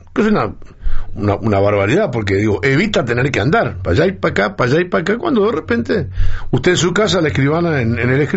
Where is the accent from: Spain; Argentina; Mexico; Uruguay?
Uruguay; Pero como nosotros somos uruguayos